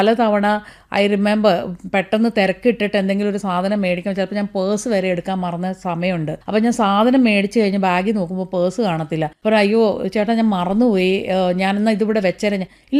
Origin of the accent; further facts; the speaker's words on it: Kerala, India; Actually മധ്യ തിരുവനന്തപുരത്തു നിന്നാണ് ഞാൻ വരുന്നത്. അപ്പോൾ കോട്ടയത്തെ ആ ഒരു ഭാഷാ രീതിയാണ് ഞാൻ അഡാപ്റ്റ് ചെയ്തത്.